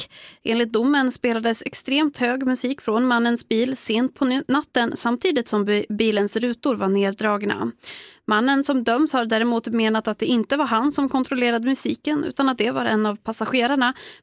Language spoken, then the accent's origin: Swedish; Gävle, Gävleborg County, Sweden; Jag kommer ju från Gävle